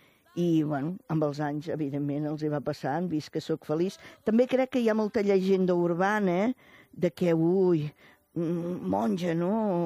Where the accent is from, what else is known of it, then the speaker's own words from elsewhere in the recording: Reus, Catalonia, Spain; Jo era alumna de les Dominiques de la Presentació a Reus, que a més sóc de Reus